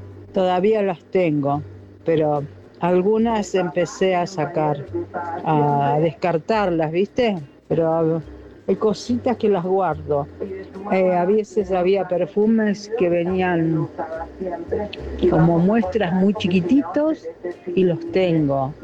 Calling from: Libertad, Buenos Aires Province, Argentina; de Merlo, de Libertad.

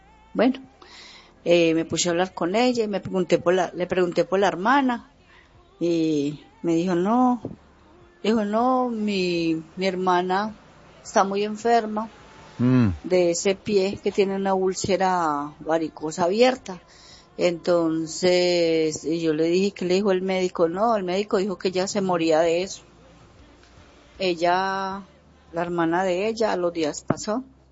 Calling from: Cartago, Valle del Cauca, Colombia; de Cartago Valle.

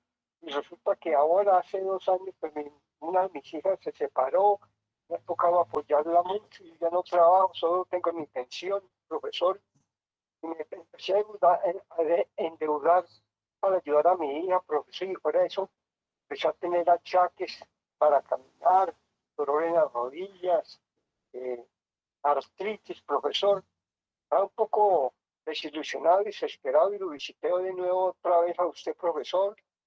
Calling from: Tunja, Boyacá, Colombia; De Tunja, profesor, el barrio El Consuelo

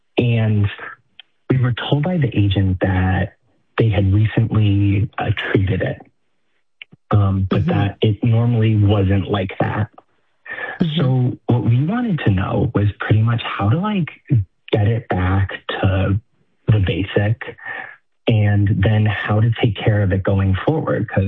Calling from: South Dartmouth, Massachusetts, United States; I am calling from South Dartmouth, Massachusetts.

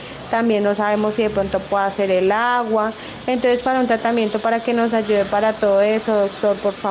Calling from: Fresno, Tolima, Colombia; de Fresno, Tolima.

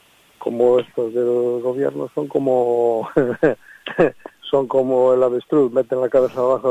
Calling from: Pontevedra, Galicia, Spain; Te llamo de Pontevedra

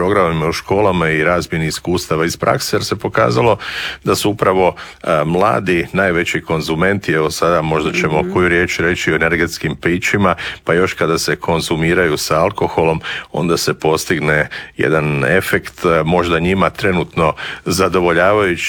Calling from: Osijek, Osijek-Baranja County, Croatia; Dobar dan iz Osijeka i Slavonije i Baranje. Evo, kod nas u Osijeku dvije su teme posljednjih dana.

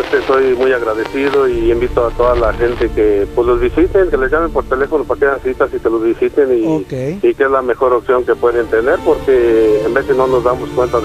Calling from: Monterrey, Nuevo León, Mexico; De Monterrey, estoy en Monterrey, soy un camionero.

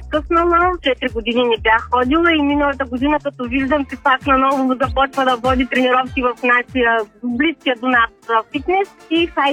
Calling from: Varna, Varna Province, Bulgaria; от Варна.

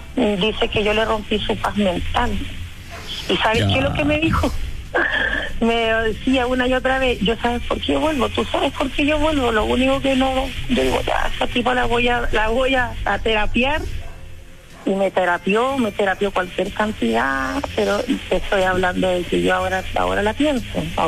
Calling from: Puerto Varas, Los Lagos, Chile; aquí yo soy de Puerto Vara

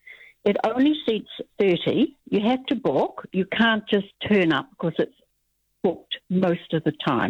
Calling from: Thames, Waikato, New Zealand; I'm ringing from Thames, and I just think our Left Bank Theatre has got the big advantage on everyone.

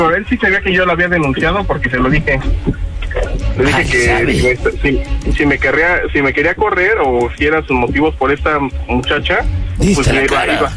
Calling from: Mexico City, Mexico; Soy tu vecino, diablito, de aquí de Coyoacán, por Avenida México y Londres.

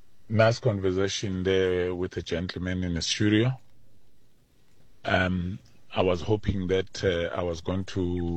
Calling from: KwaZulu-Natal, South Africa; I'm from KwaZulu-Natal

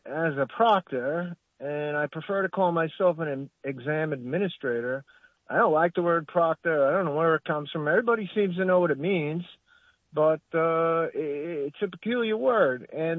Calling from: New York, United States; I'm calling from Hapag, New York.

